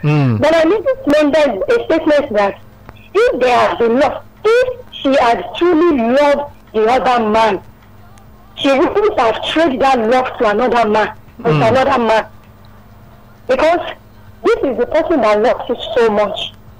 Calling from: Ikeja, Lagos, Nigeria; I'm calling from Ikeja.

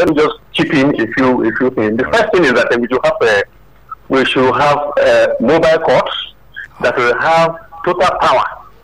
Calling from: Lusada, Ogun, Nigeria; I'm from Lusada.

